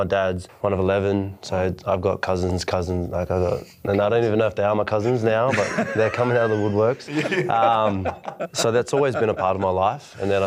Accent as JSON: {"language": "English", "country": "New Zealand", "tie": "born or raised there", "said": "Growing up in New Zealand, like, you always want to wear the All Blacks jersey, especially if you play Union, which I did over there."}